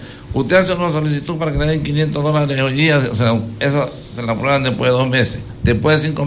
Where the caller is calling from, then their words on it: Quevedo, Los Ríos, Ecuador; nosotros los quevedeños